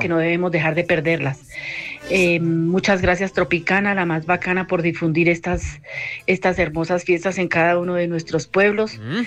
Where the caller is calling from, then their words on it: Boyacá, Colombia; Bien boyacense, orgullosa de ser boyacense